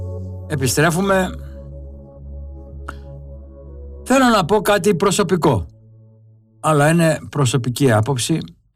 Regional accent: Greece; ντρέπομαι ως Έλληνας

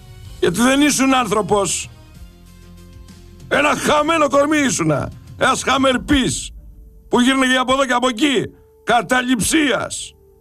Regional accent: Mani, Peloponnese, Greece; born or raised there; moved away

